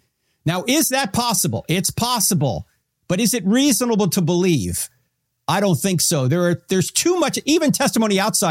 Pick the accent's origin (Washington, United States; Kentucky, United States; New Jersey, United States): New Jersey, United States; because look, I'm from New Jersey, and people in New York City would consider upstate like Westchester